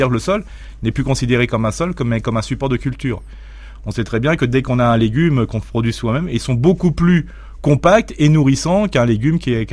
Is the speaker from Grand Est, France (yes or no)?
yes; Grand Est, France; on est alsacien